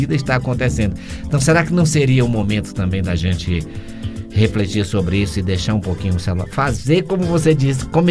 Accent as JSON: {"language": "Portuguese", "town": "Teresina", "region": "Piauí", "country": "Brazil", "moved": "yes", "said": "Teresina? Ô, minha terra, um abraço aí para os queridos conterrâneos."}